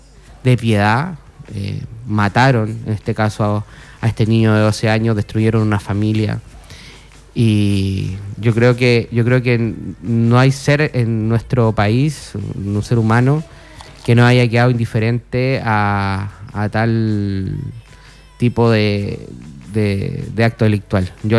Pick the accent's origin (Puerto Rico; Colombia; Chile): Chile; yo vengo de la Pola donde mi entorno está lleno de droga. Personalmente lo digo, soy totalmente abierto. El entorno de donde yo vivía, había mucha gente que traficaba, tenía soldados en la esquina.